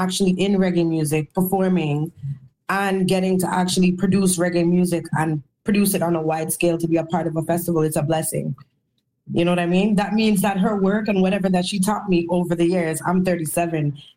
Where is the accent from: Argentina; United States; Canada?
Canada; when I go to the States, when I travel, when I get onto these international shows, I let them know I'm from Canada.